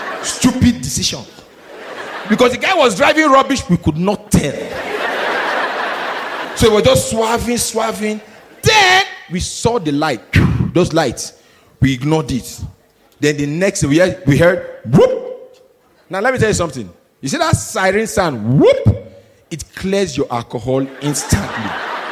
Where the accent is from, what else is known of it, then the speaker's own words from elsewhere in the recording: Nigeria; I'm Nigerian.